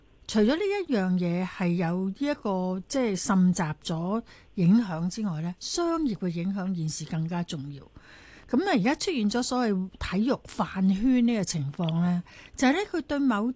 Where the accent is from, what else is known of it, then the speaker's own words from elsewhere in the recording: Hong Kong; 我哋小時候喺香港